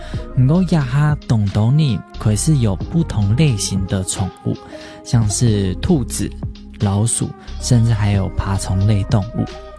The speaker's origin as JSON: {"language": "Chinese", "region": "Pingtung County", "country": "Taiwan", "tie": "born or raised there", "said": "因为我老家是在屏东嘛，那我阿公以前在养猪的时候，他还有养了一只鸟"}